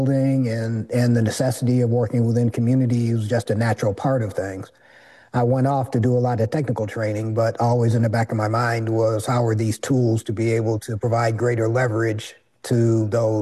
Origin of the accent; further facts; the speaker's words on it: Detroit, Michigan, United States; Well, I grew up in Detroit in a very active family and community.